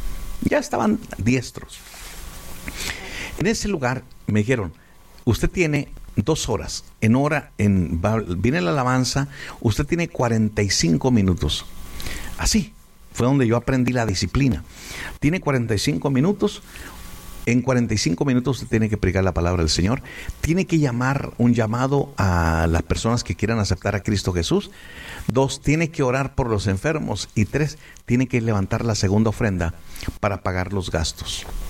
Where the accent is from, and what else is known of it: Ciudad Juárez, Chihuahua, Mexico